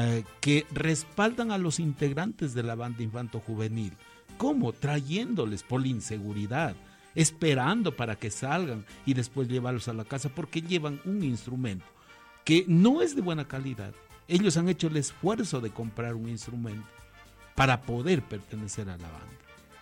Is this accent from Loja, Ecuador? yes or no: yes; El Cisne parish, Loja, Ecuador; Yo vengo de la parroquia del Cisne del Cantón y Provincia de Loja.